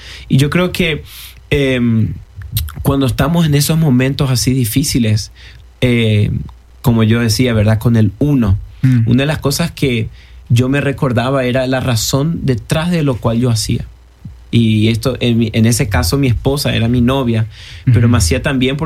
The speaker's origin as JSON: {"language": "Spanish", "country": "Argentina", "moved": "yes", "said": "Yo era un, como decimos allá en Argentina, un pibe, un adolescente."}